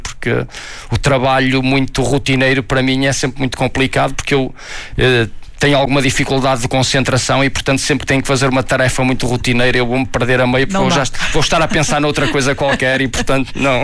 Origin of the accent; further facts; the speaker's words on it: Braga, Norte, Portugal; sou aqui de Braga